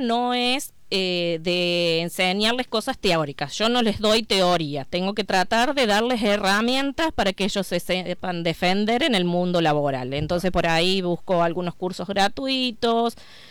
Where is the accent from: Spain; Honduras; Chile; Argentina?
Argentina; Las Varas, Córdoba; moved away as an adult; now in Ballesteros, Argentina; Yo vengo de la localidad de Las Varas. Estudié ingeniería química. De ahí fue que las cosas de la vida me llevaron a vivir en Ballesteros.